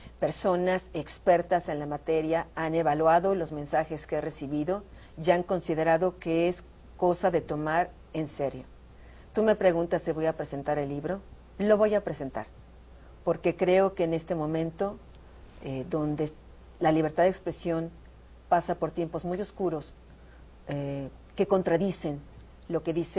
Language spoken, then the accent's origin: Spanish; Mexico; Simplemente soy una mexicana, una periodista